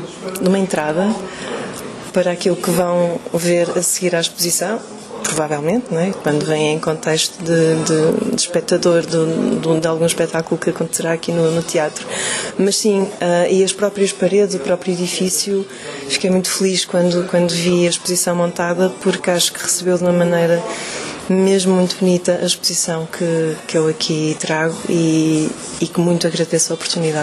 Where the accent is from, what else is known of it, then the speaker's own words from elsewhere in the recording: Porto, Portugal; do Funchal foi para o Porto, que é a minha cidade natal